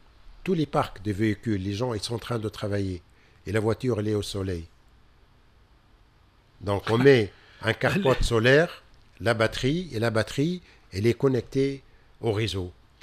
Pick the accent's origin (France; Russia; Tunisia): Tunisia; Tunis, Tunis Governorate; Tunis, moi je viens de Marzaïm Rahb. On était à la Médina, c'est un petit. La Tunisie était petite.